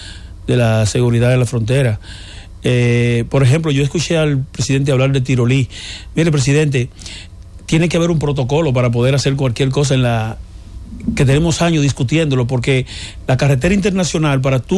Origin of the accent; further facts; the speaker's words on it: Elías Piña, Dominican Republic; Elías Piña, yo soy de Elías Piña.